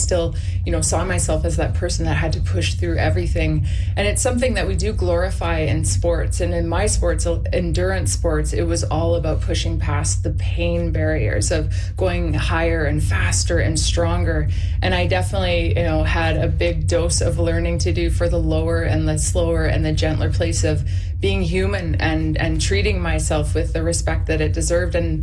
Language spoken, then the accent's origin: English; Winnipeg, Manitoba, Canada; Roots are forever planted in prairie soil and my hometown of Winnipeg.